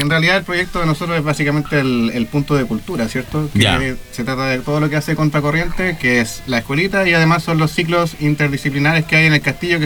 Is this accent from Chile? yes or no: yes; Concepción, Biobío, Chile; moved away; cuando estaba saliendo del liceo, iba a los bares de Conce